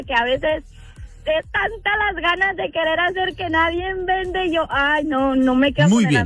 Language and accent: Spanish; Tabasco, Mexico; now in Omaha, United States; De, mi mamá es de Michoacán, pero yo me crecí en Tabasco.